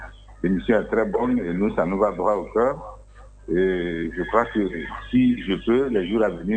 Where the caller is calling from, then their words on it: Abidjan, Côte d’Ivoire; J'appelle de Trècheville